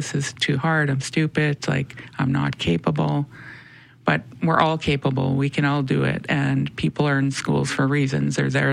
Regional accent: Winnipeg, Manitoba, Canada; I always knew I was Indigenous, I always knew I was Métis. Growing up in the North End, like, being in the schools

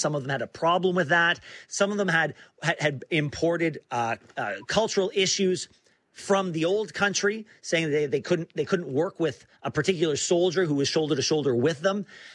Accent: Canada; I wasn't surprised because I'm Canadian

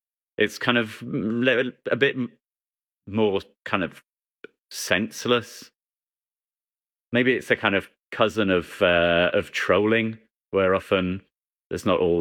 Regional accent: England, United Kingdom; sorry, I'm English. I call it a shopping trolley.

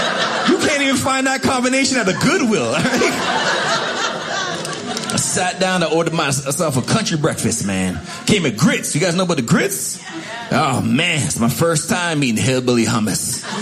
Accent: Canada; I'm down here from Canada. That's where I'm from.

